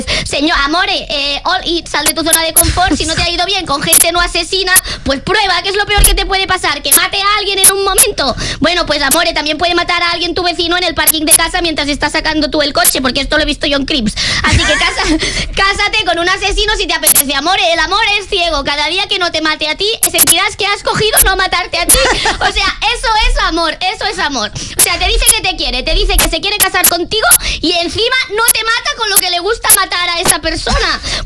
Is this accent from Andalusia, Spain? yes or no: yes; Andalusia, Spain; Aquí sí que soy andaluza.